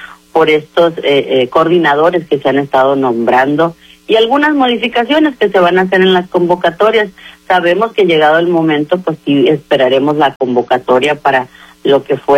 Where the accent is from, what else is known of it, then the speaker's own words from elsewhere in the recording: Ahome, Sinaloa, Mexico; Como nacida aquí en Ahome, aquí he estudiado, aquí he crecido, es mi tierra